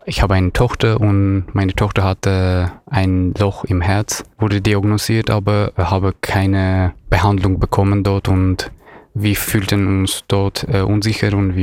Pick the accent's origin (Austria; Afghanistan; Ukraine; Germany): Afghanistan; German is a second language; moved away as an adult; now in Switzerland; Ich bin 20 Jahre alt. Ich komme aus Afghanistan. Bin seit 8 Monaten in der Schweiz.